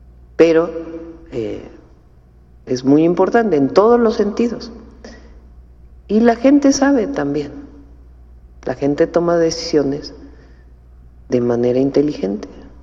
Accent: Mexico

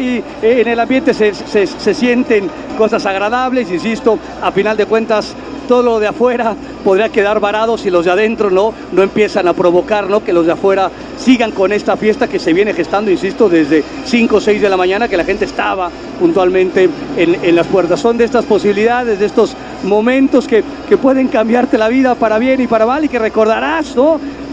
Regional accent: Mexico; Tenemos esta grandísima capacidad como mexicanos, como mexicanas

